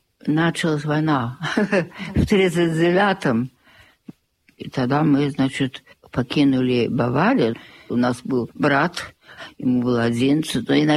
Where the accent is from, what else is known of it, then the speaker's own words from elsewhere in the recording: Bavaria, Germany; also born or lived in Munich; А, ну да. То есть я родилась в госпитале в Мюнхене. Ага. Ну, это недалеко. Да.